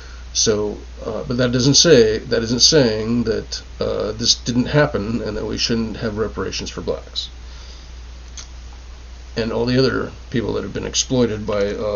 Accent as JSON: {"language": "English", "town": "Los Angeles", "region": "California", "country": "United States", "moved": "yes", "said": "I'm originally from Los Angeles."}